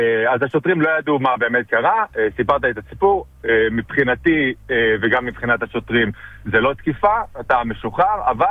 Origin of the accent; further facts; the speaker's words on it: Bat Yam, Tel Aviv District, Israel; also born or lived in Metula / Canada; שם גדלתי כילד, אחר כך סגרו את המגרש, היה שם כל מיני בעיות. עברתי לגור במטולה עם עוד שלושה חברים.